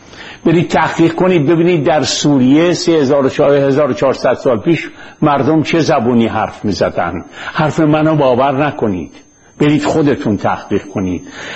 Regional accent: Iran; چرا ما ایرانی موندیم

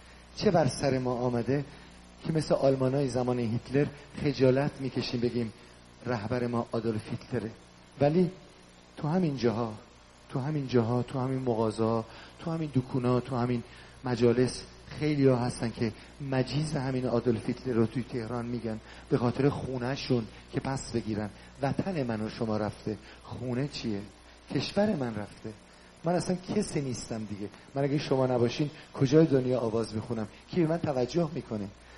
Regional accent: Iran; moved away

